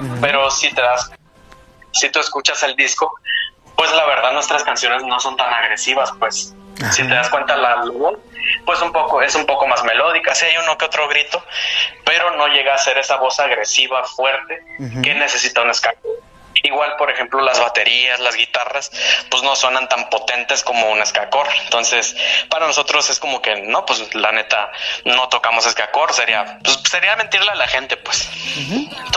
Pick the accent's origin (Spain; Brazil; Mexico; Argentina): Mexico; La Paz, Baja California Sur; somos de La Paz, acá Baja California Sur, para los que no lo saben, y pues no, hombre, estamos muchos kilómetros